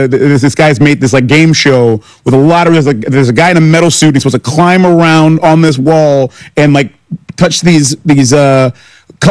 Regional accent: Ghana; they know that I'm Ghanaian, you know, my mother's Ghanaian.

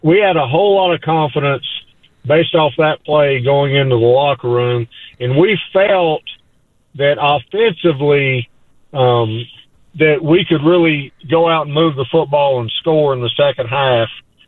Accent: Tennessee, United States; moved away; also born or lived in Arkansas; I'm not from Arkansas, I'm from Tennessee.

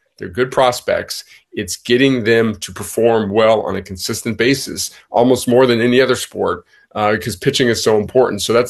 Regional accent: Australia; now in United States; In Australia, I grew up watching I grew up watching Vanderbilt in Omaha, the College World Series.

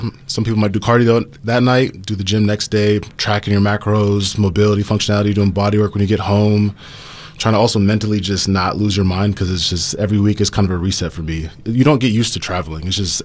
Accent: Minneapolis, Minnesota, United States; I'm from Minneapolis, Minnesota.

